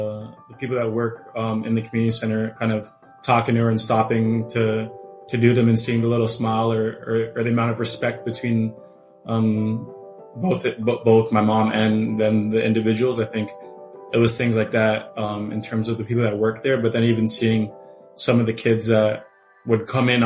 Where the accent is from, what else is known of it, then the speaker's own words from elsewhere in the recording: Scarborough, Ontario, Canada; also born or lived in Toronto / Pickering; I was born in Toronto, grew up in Scarborough, and then moved to Pickering at a young age.